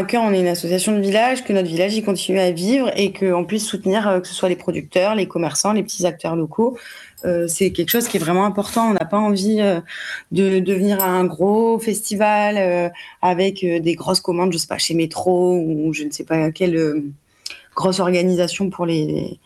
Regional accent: Saint-Martin-de-Londres, Occitanie, France; je suis native de Saint-Martin-de-Londres

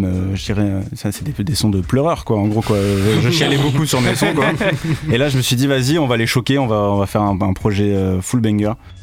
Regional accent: Saint-Pierre, Réunion; moved away as an adult; now in Montpellier, France; Je viens de Saint-Pierre, du coup, sud de La Réunion.

